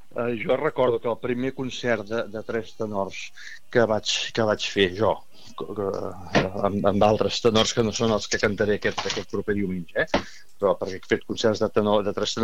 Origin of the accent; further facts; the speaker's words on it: Catalonia, Spain; com a català o espanyol